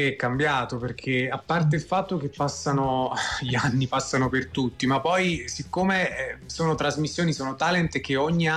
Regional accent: Campania, Italy; io sono campano, quindi noi cantanti campani, napoletani

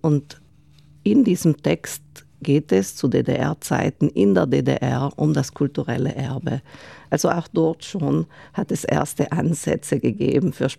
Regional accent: Bolzano, Trentino-Alto Adige, Italy; ich bin in der Bozner Sparkassestraße aufgewachsen, wo auch das Stadtmuseum steht.

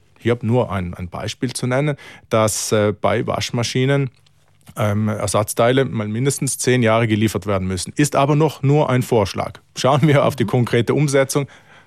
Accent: Trentino-Alto Adige, Italy; Für uns Südtiroler, Südtirolerinnen bedeutet

